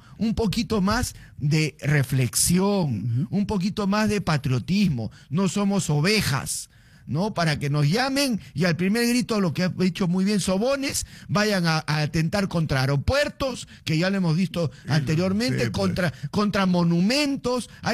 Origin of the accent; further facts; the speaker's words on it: Peru; terrorismo aquí en Perú, el año 91 salí del colegio, me alimenté de pan popular, de leche ENSI, entonces como peruano de a pie me identifico plenamente contigo